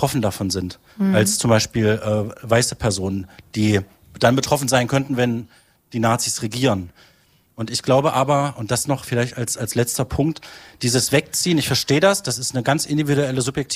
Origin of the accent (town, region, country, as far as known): Halberstadt, Saxony-Anhalt, Germany; born or raised there